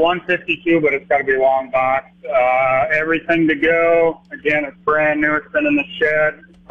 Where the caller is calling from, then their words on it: Spirit Lake, Iowa, United States; from Spirit Lake, Iowa.